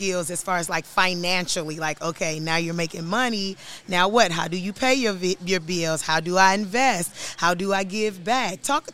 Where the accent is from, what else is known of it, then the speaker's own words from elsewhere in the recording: Maple Park, Illinois, United States; I grew up across the street from Visions. That's another shameless plug. So, Maple Park.